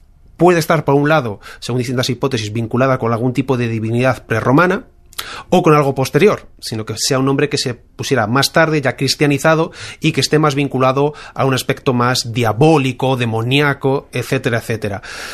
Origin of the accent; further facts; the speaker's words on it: Toledo, Castilla-La Mancha, Spain; also born or lived in Madrid; No, fíjate, nací en Madrid, pero a los 7-8 años ya estaba en Toledo.